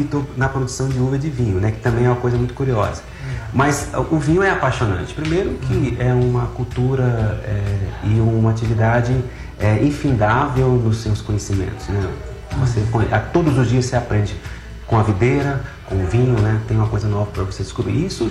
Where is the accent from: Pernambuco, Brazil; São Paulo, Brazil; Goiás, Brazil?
Goiás, Brazil; Catalão; born there; now in Brasília, Brazil; Eu nasci em Catalão, Goiás, Catalão. 300 quilômetros daqui, uhum, mas vim para cá jovem, né?